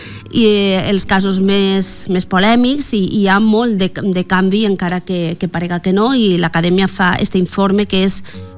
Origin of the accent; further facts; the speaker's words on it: Bicorb, Valencian Community, Spain; now in Meliana, Spain; Jo sóc de Bicorb